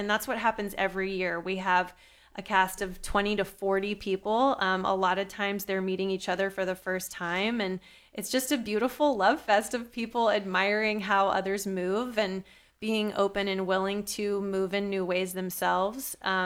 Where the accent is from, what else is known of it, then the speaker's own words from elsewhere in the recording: Austin, Texas, United States; moved away as an adult; I grew up here in Austin